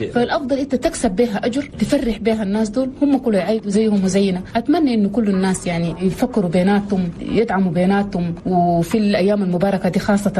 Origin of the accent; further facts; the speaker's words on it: Chad; عندنا الكرم، ما ممكن تضبح إنت وجارك ما ضابح تخلي، وده شيء جانب جميل جدا ومن ميزاتنا نحن كتشاديين